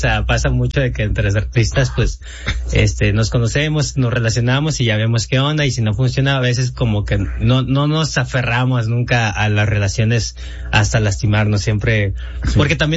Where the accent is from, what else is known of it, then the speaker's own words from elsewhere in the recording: Jojutla, Morelos, Mexico; moved away; ya con eso ya me regresaba a Jojutla.